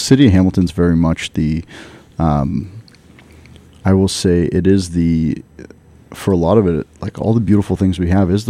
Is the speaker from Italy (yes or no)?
yes; Italy; And I think inherently as an Italian, it is very much... We are trying to figure you out within seconds.